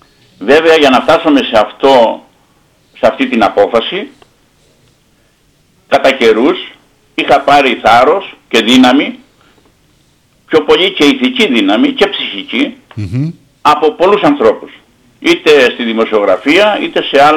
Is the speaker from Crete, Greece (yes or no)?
yes; Crete, Greece; Εγώ προσωπικά που μεγάλωσα στη θάλασσα στο Νότιο Κρητικό Πέλαγος